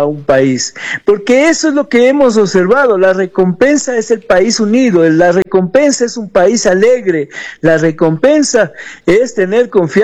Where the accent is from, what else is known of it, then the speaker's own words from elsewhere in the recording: Ecuador; nosotros como ecuatorianos